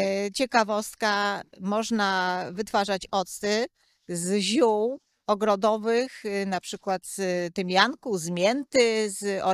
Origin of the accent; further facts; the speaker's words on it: Kościelec, Greater Poland Voivodeship, Poland; Poza jarmarkiem jesteśmy z Wielkopolski, Kościelec, koło koła. Tam ja wytwarzam te octy